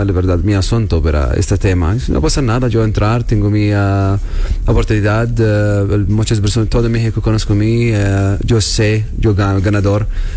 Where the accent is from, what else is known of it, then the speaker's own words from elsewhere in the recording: Medellín, Antioquia, Colombia; Yo veo, soy de Medellín, Colombia.